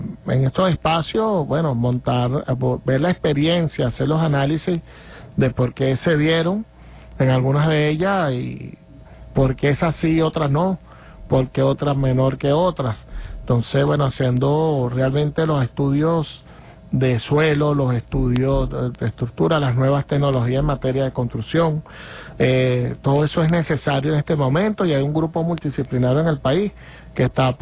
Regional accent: Venezuela; es todo lo que somos los venezolanos, personas amorosas, solidarias

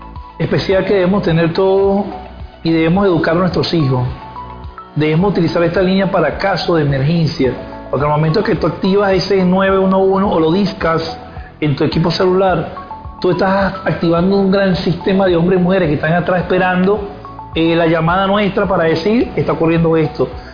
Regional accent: Venezuela; uno como venezolano, como funcionario

